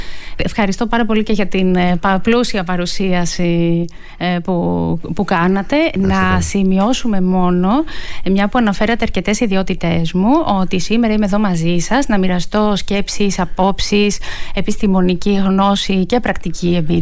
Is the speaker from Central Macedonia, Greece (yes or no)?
yes; Thessaloniki, Central Macedonia, Greece; born there; Γεννήθηκα στη Θεσσαλονίκη, γεννήθηκα λοιπόν δίπλα στη θάλασσα. Τα έχει φέρει έτσι η ζωή μου που είμαι σε μέρη, ζω, εργάζομαι που είναι δίπλα στη θάλασσα.